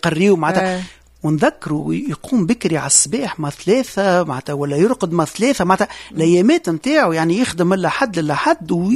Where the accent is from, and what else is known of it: Tunisia; born there; also born or lived in France